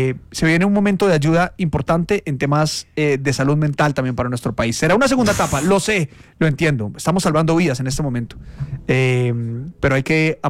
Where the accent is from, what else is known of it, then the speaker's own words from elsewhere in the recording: Colombia; Abracémonos como colombianos